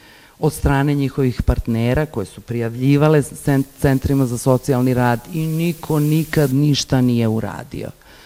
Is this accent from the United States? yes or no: no; Strumica, Southeastern, North Macedonia; accent: Strumica dialect; first language mk; Serbian is a second language; I onda sam prešla na, Bogu hvala, pa znam, to je moj maternji jezik. I onda sam krenula, znači, to je, ljudi su vrištali od smeha. Jer smo se prebacili skroz, ne na makedonski, nego na strumički dijalekt.